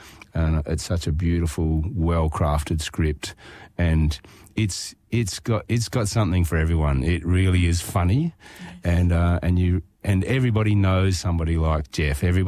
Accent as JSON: {"language": "English", "region": "Western Australia", "country": "Australia", "tie": "born there", "also_born_or_lived": "Broome", "said": "Well, I come from, I was born in Wilman Budjar, down south in Noongar country."}